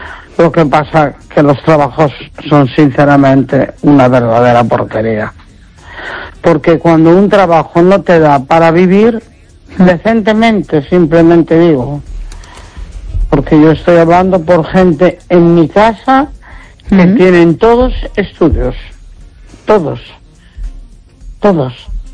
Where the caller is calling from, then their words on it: Neda, Galicia, Spain; Hola, buenas noches, Esther.